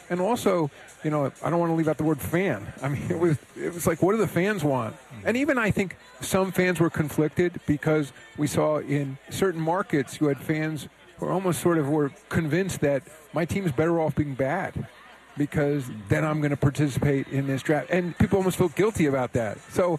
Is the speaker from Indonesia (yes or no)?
no; New York, United States; I'm a New Yorker, you know, so and I was alive for the last two, you know.